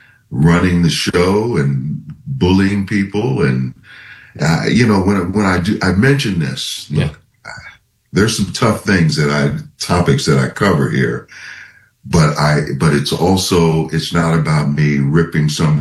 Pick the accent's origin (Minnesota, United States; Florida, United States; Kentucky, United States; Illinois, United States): Minnesota, United States; The Vikings, my hometown, drafted me.